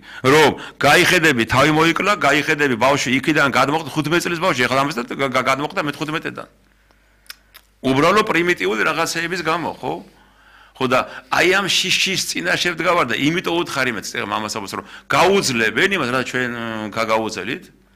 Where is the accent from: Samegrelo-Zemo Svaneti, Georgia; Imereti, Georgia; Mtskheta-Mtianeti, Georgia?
Mtskheta-Mtianeti, Georgia; მე ხევსური ვარ